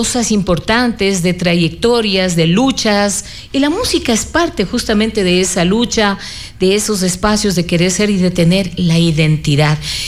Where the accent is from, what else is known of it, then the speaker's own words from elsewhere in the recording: Riobamba, Chimborazo, Ecuador; como ecuatoriana, como riobambeña